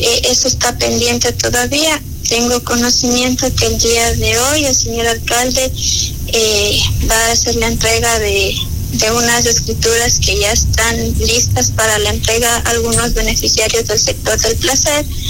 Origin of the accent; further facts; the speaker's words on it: Ecuador; no solo somos 15 familias de Quillaturo. En Quillaturo había muchas más familias.